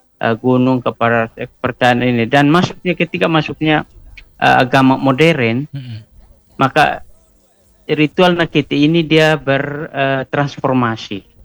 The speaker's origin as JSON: {"language": "Indonesian", "region": "East Nusa Tenggara", "country": "Indonesia", "said": "Dan orang-orang kami orang Timur itu akan mencari tahu."}